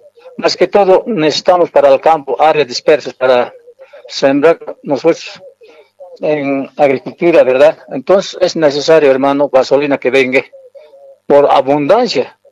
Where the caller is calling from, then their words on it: Challapata, Oruro, Bolivia; Estoy llamando de Chayapata.